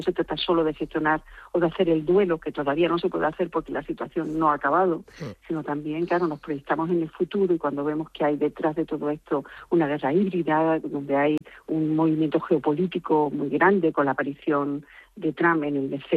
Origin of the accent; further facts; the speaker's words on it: Ceuta, Spain; moved away; also born or lived in Las Palmas de Gran Canaria / Paris; se fueron a vivir a Canarias, nacimos los hermanos mayores, y cuando yo nací, al poco tiempo volvimos. Con lo cual, pues bueno, con toda nuestra infancia, juventud, adolescencia, transcurrió en Ceuta. Y bueno, en mi caso vuelvo mucho porque tengo familia allí, porque la casa familiar permanece allí